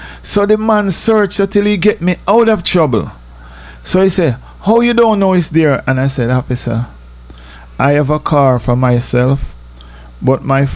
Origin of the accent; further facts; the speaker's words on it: Jamaica; moved away; I'm from Jamaica.